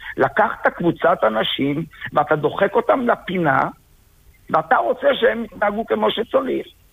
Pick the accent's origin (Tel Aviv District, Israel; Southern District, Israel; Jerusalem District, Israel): Tel Aviv District, Israel; Tel Aviv; born there; moved away; אני תל אביבי במקור